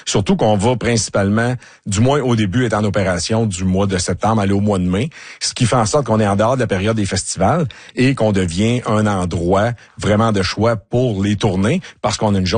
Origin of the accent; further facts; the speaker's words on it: Saint-Alexis-des-Monts, Quebec, Canada; Je viens de Saint-Alexis-des-Monts.